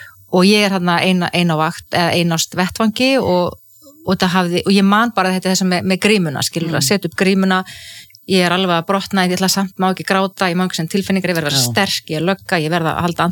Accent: Ísafjörður, Westfjords, Iceland; já, ég óttaðist sjóin sem kannski líka tengist því að ég alveg upp á Ísafirði þar sem voru 10 sjóslys og menn drukknuðu

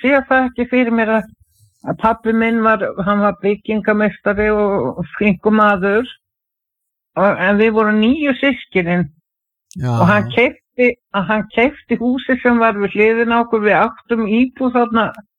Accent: Kópavogur, Capital Region, Iceland; þegar ég var svona krakki, ég var alveg upp í Kópavoginum

